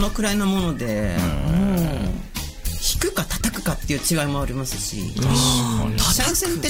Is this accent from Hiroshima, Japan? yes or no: yes; Hiroshima, Japan; born there; 生まれが広島なんです。